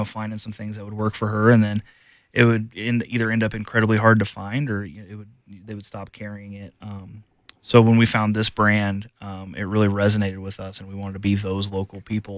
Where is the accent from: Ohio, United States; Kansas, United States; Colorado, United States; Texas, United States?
Kansas, United States; Derby; Yep, originally from the booming metropolis of Derby, Kans